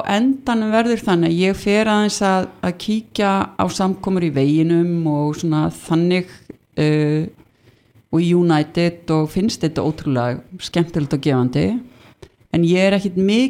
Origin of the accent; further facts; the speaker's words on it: Hafnarfjörður, Capital Region, Iceland; ég sem sé fædd og uppalinn í Hafnarfirði, gaflari á Guðs náð og hérna og ekki alinn upp í raunni sérstaklega trúari fjölskyldu